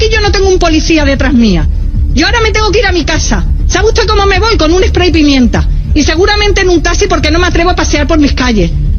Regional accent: Spain; como española le pido que por favor lo saquen

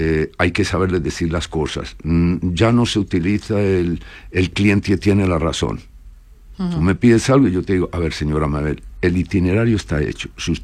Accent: Colombia; born there; Yo soy hijo de diplomáticos. Nací en Colombia, pero mi padre es gallego y mi madre es sevillana.

